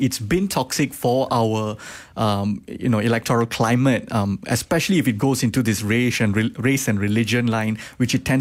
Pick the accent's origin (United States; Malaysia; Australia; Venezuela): Malaysia; I'm Malaysian Tamil.